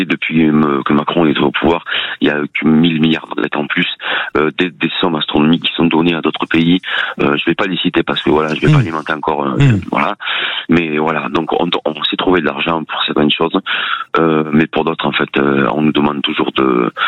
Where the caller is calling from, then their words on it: Nîmes, Occitanie, France; je suis de Nîmes.